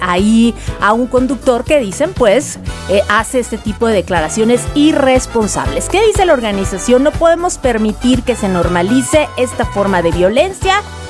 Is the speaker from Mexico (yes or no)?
yes; Mexico; es verdad que tenemos esa fuerza como mexicanos, así como cuando nos hemos unido, cuando los sismos, para brindar ayuda